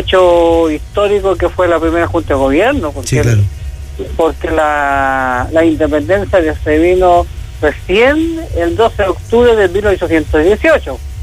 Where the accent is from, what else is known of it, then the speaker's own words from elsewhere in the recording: Chile; todas estas personas que han llegado a migrar estos últimos 15, 20 años acá a Chile, quieren imponer su cultura dentro de nuestras fiestas patrias.